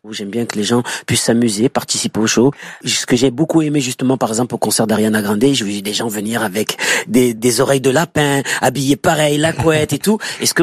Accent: Marseille, Provence-Alpes-Côte d'Azur, France; mes quartiers nord, là où j'ai grandi

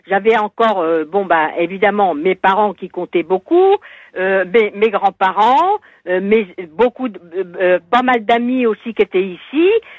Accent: Normandy, France; Oui, parce que je suis normande, mais j'ai toujours adoré le soleil et la chaleur.

